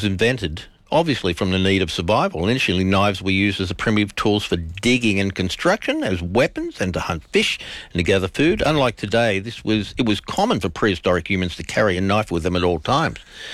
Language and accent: English; Australia; Of course they do, because we're Australian.